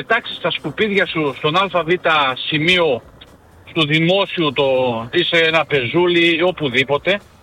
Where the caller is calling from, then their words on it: Hagen, North Rhine-Westphalia, Germany; Δουλεύω στο δήμο, στην πόλη μου, στο Χάγκεν